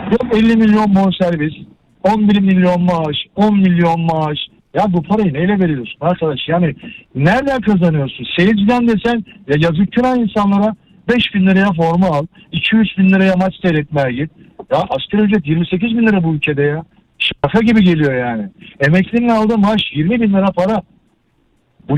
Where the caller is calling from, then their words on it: Istanbul, Turkey; Ben İstanbul'dan arıyorum.